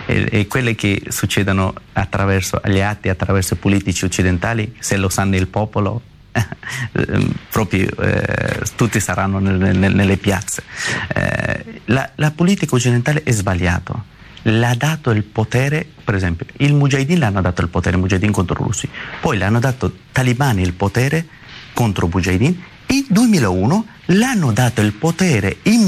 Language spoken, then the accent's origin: Italian; Afghanistan; Italian is a second language; now in Italy; Io e la mia terra, dopo 79 fino adesso, abbiamo perso 3 milioni di umani in Afghanistan